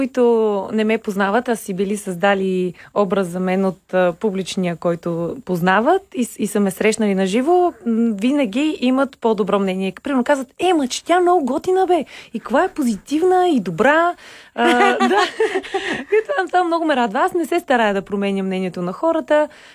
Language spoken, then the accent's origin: Bulgarian; Blagoevgrad, Blagoevgrad Province, Bulgaria; идвайки тук да се боря сама, нали, в големия град, понеже аз съм от Благоевград, доста съм се променила